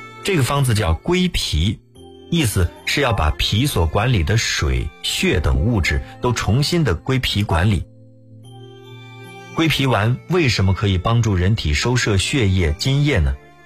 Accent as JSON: {"language": "Chinese", "country": "China"}